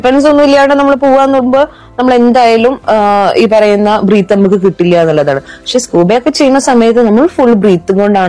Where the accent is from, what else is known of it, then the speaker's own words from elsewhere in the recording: Pattambi, Kerala, India; എന്റെ നാട്ടുകാർ ഭയങ്കര പാവങ്ങളാണ്, ഭയങ്കര നിഷ്കളങ്കരായിട്ടുള്ള ഒരു ആളുകളാണ് ഏകദേശം പാലക്കാട് പട്ടാമ്പി അല്ലെങ്കിൽ പാലക്കാട് ഏരിയാസിലുള്ളവർ എന്ന് പറയുന്നത്.